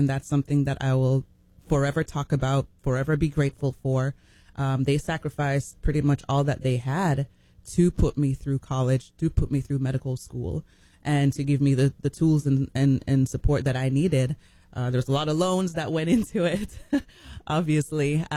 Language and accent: English; Jamaica; I am Jamaican.